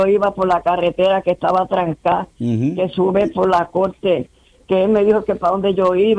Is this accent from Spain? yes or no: no; Yabucoa, Puerto Rico; born there; also born or lived in Massachusetts, United States; now in St. Croix, US Virgin Islands; Nací en Yabucoa.